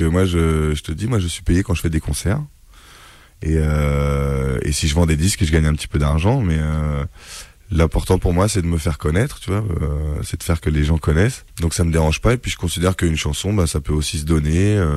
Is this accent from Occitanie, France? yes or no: no; Ivry-sur-Seine, Île-de-France, France; je suis né à Ivry, j'ai grandi à Ivry.